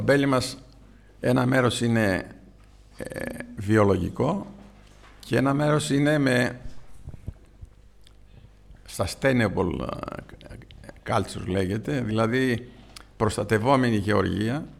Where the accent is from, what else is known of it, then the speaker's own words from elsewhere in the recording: Epanomi, Central Macedonia, Greece; θέλησα να αναβιώσω την αμπελοκαλλιέργεια στην επανομή που ήταν το χωριό μου.